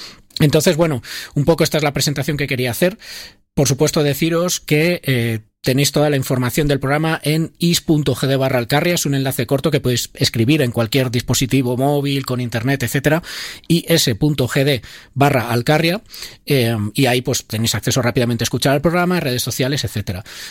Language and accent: Spanish; Guadalajara, Castilla-La Mancha, Spain; yo soy de Guadalajara